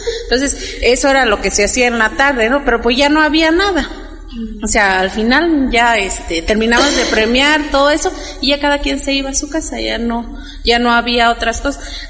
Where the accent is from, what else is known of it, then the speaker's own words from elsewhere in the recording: Mexico; Porque necesitamos ver realmente qué es el significado que tiene el 15 de septiembre como mexicanos.